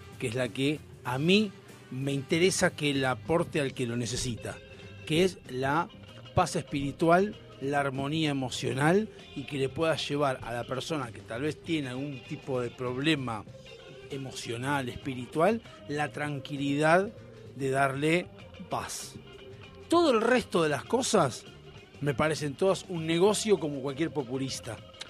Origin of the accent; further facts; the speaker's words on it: Argentina; nosotros, como argentinos, y lo que dice él es lo comparto, terminás eligiendo personas que te manejen la vida.